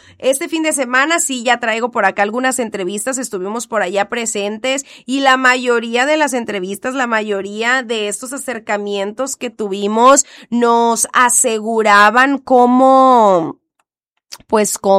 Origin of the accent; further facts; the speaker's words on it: Mexico; fui como buena mexicana, de última hora andar correteando uniformes